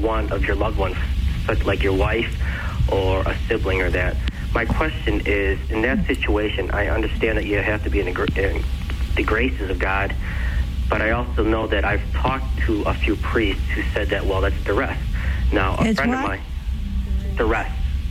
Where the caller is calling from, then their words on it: Evergreen, Illinois, United States; I'm calling from Evergreen.